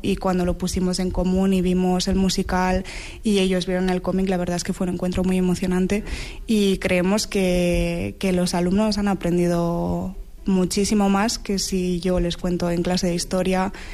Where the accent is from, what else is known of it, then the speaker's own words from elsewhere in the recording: Catalonia, Spain; now in Basque Country, Spain; yo tampoco soy de aquí, soy catalana